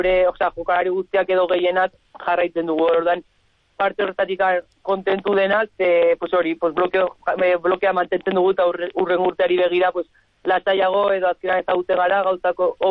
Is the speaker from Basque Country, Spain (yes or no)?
no; Pamplona, Navarre, Spain